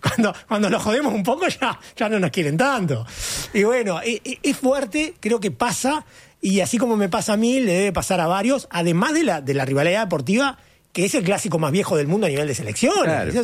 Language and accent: Spanish; Uruguay